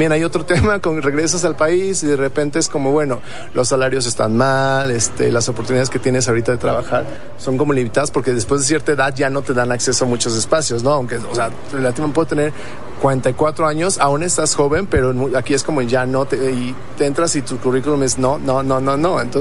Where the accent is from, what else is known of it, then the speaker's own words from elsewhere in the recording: Mexico City, Mexico; moved away as an adult; also born or lived in New York, United States; soy originario de Ciudad de México, ya me fui grande a Estados Unidos, a Nueva York, estuve ahí viviendo 11 años, entonces de repente parte de mi adultez ya la vivía allá